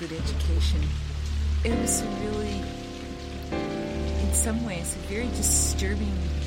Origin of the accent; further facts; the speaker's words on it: Manhattan, New York, United States; Yeah, I was born in Manhattan, and I was born in the west side of Manhattan.